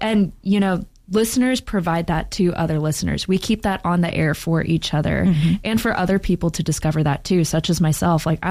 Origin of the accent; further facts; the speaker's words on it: Knoxville, Tennessee, United States; So I actually started, yes, I'm from Knoxville